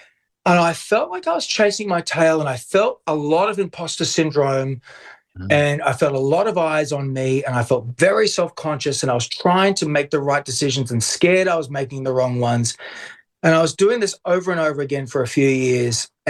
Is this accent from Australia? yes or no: yes; Australia; moved away as an adult